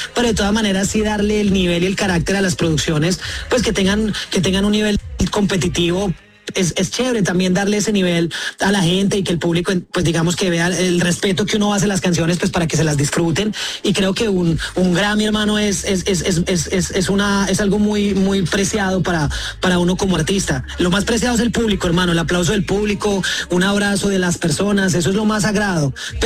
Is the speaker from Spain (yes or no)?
no; Colombia; es que de ahí es donde empezamos a batallar como colombianos y hay que hacer la bulla